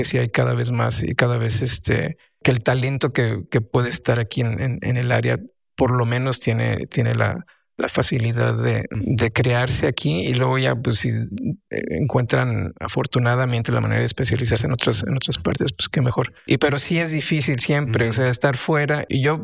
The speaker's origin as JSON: {"language": "Spanish", "town": "Monterrey", "region": "Nuevo León", "country": "Mexico", "tie": "born or raised there", "said": "estamos en Monterrey, crecimos en Monterrey. Monterrey no era tierra fértil y tenemos una gran ciudad."}